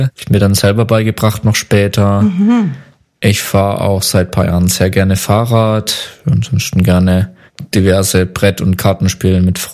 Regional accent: Baden-Württemberg, Germany; Genau, komme ursprünglich aus der Nähe von Pforzheim, da bin ich geboren und aufgewachsen

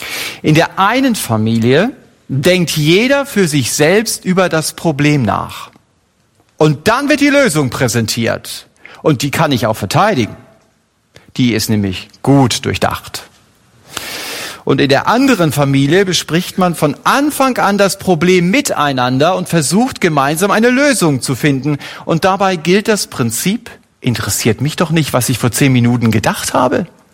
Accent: Germany; Wir als Deutsche haben die Kultur der Oberlehrer

